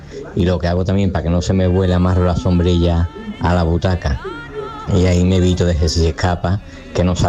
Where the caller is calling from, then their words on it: Seville, Andalusia, Spain; de Sevilla.